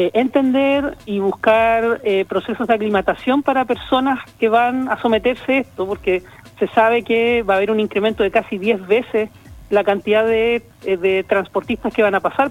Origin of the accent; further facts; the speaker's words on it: Chiloé, Los Lagos, Chile; now in Iquique, Chile; Sí, nací allá y todo, me crié allá, pero mi corazón, como dice, está en el norte.